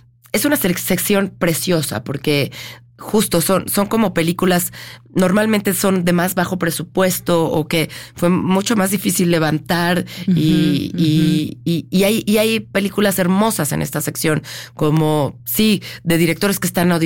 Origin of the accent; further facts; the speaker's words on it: Mexico; Es que yo soy la única mexicana en la película.